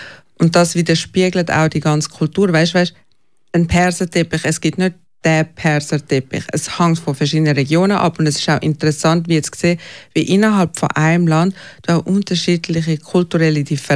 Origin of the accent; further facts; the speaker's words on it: Switzerland; Und es war schon eine ständige Angst gewesen, aber mehr als Schweizer, wo man Angst hat, dass man nichts Falsches macht